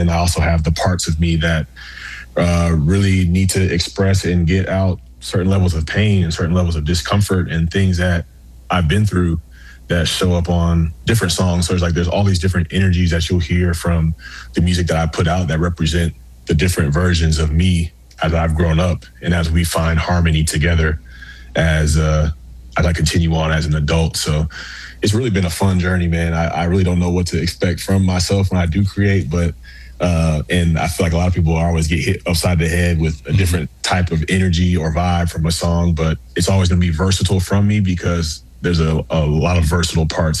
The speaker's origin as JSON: {"language": "English", "town": "Atlanta", "region": "Georgia", "country": "United States", "tie": "born or raised there", "said": "I grew up in the Atlanta area, so seeing you play"}